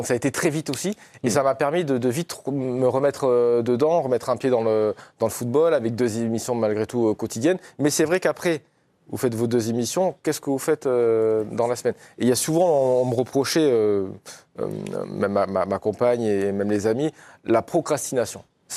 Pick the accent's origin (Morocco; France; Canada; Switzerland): France; Bordeaux, Nouvelle-Aquitaine; je rentre chez moi à Bordeaux